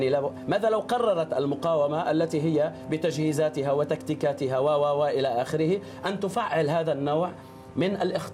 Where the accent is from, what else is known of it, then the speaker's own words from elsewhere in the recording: Lebanon; يجب أن نكون واقعيين كلبنانيين